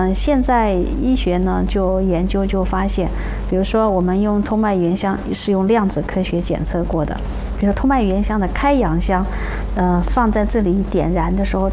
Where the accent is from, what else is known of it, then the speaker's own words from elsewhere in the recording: China; 如果要帮助我们中国人能够去践行中国文化，传承中国文化